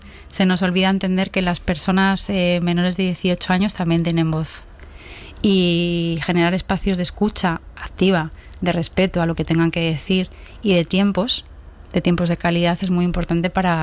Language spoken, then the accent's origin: Spanish; Madrid, Community of Madrid, Spain; moved away as an adult; now in Almería, Spain; Yo soy natural de Madrid